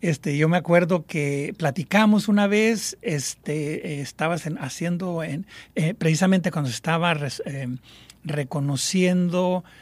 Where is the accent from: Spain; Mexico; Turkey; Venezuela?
Mexico; yo le voy a decir una cosa, yo soy mexicano, pero en los ochentas, casi 6 años estuve como activista del Movimiento por la Solidaridad con El Salvador